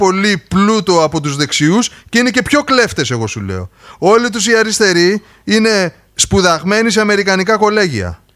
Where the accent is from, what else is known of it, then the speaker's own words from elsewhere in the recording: Greece; να λέμε είμαστε Έλληνες.